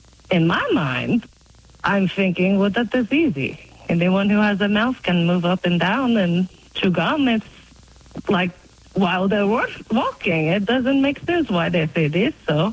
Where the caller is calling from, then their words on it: Huntsville, Alabama, United States; I am calling from Huntsville, Alabama.